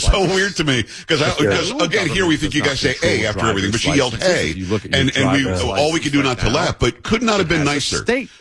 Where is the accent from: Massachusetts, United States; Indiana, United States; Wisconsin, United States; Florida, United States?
Florida, United States; I grew up in South Florida.